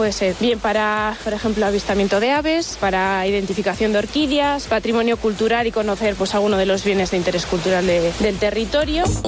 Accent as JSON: {"language": "Spanish", "town": "Aguilar de Campoo", "region": "Castile and León", "country": "Spain", "tie": "born or raised there", "also_born_or_lived": "Salamanca", "said": "Yo soy de aquí, de Aguilar de Campo, soy palentina. Al final, al estar en una zona rural"}